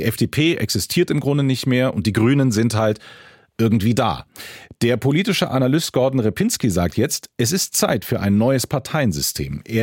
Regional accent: Germany; wir als Deutsche

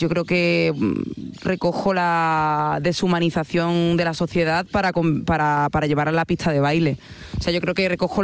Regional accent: Andalusia, Spain; Yo soy andaluza.

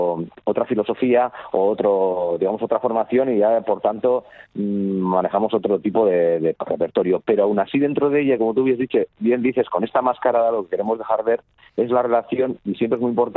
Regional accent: Basque Country, Spain; somos muchos intérpretes del País Vasco que vivimos y hemos vivido, sobre todo hay jóvenes, hemos vivido y viven fuera del País Vasco

